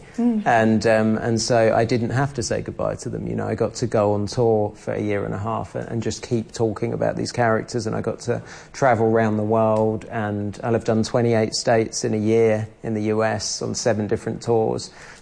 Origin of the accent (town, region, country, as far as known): London, United Kingdom; born or raised there